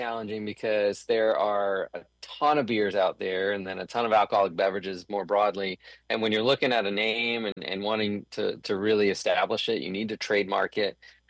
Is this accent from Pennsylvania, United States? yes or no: no; Louisiana, United States; born there; also born or lived in Jennings, Louisiana; now in New Orleans, United States; So I'm from rural Southwest Louisiana. I was born in Jennings. My dad joined the Navy when I was five, so we bounced around for about 6 years, and then we settled back in Hathaway, just north of Jennings, a tiny little rural community where I had 32 kids in my graduating class of Hathaway High School.